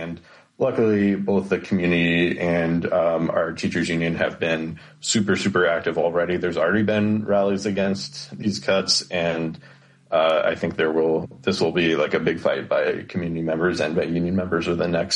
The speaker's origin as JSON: {"language": "English", "region": "Maryland", "country": "United States", "tie": "born or raised there", "moved": "yes", "said": "but I grew up in Maryland"}